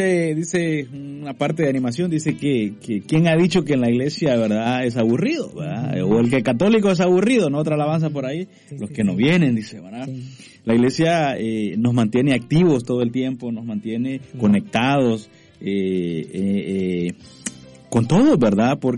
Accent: Honduras; now in United States; mi pueblo ahorita allá en Honduras está de fiesta.

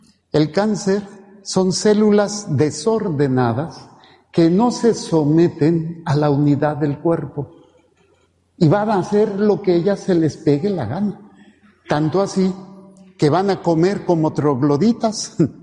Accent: Mexico City, Mexico; moved away; also born or lived in Ensenada; éramos chilangos

